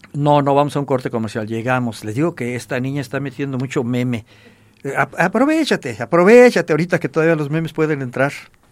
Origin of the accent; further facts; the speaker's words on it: Mexico City, Mexico; born there; moved away; Aquí vivo feliz a todas margaritas. Pero soy de la Ciudad de México y aquí guarda en mi corazoncito un cachito de smog de por allá.